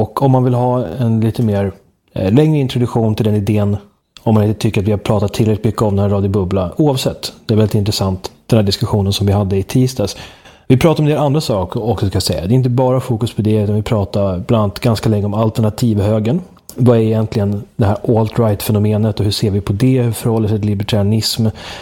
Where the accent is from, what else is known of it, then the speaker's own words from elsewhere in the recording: Uppsala, Uppsala County, Sweden; i Uppsala är ju speciellt där jag kommer ifrån